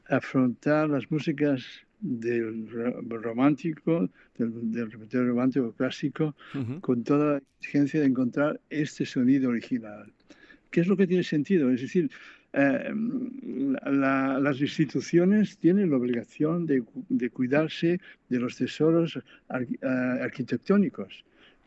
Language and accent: Spanish; Catalonia, Spain